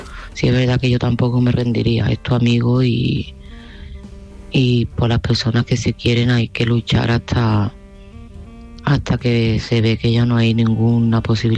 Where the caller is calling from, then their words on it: Seville, Andalusia, Spain; de Sevilla